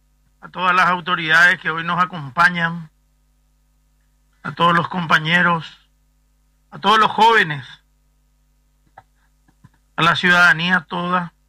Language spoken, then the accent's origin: Spanish; Paraguay; Hoy bajo este hermoso cielo encarnaceno, nos reunimos con profundo respeto y orgullo para recordar aquella hazaña que cambió para siempre nuestros destinos como paraguayos.